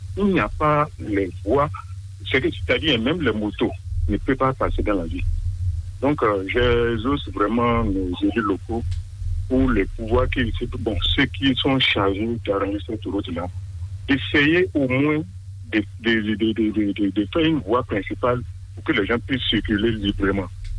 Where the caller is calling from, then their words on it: Cotonou, Littoral, Benin; Je vous appelle depuis Cotonou.